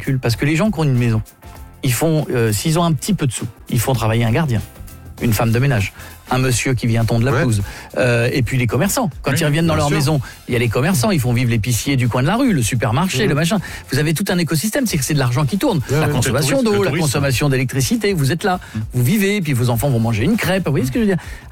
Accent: France; chez nous en France

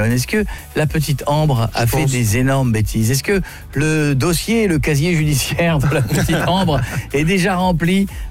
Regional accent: Pontault-Combault, Île-de-France, France; Je viens de Ponto Combo. Je sais pas si vous connaissez, c'est en région parisienne.

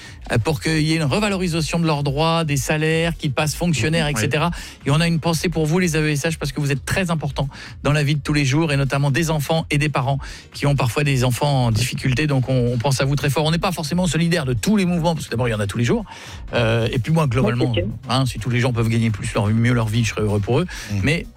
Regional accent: Hauts-de-France, France; Oui, enfin, moi je suis picard, mais je connais la place du Capitole.

